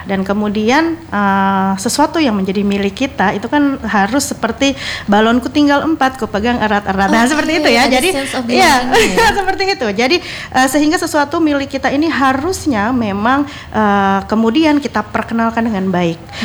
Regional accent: East Kalimantan, Indonesia; kita sebagai orang Kaltim

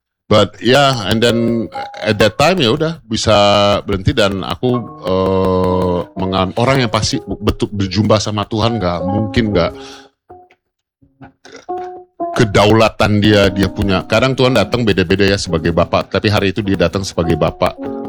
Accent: Jakarta, Indonesia; Aku tuh gede di keluarga tanpa ibu. Saya gede di Mangga Besar, saya ngalamin 98

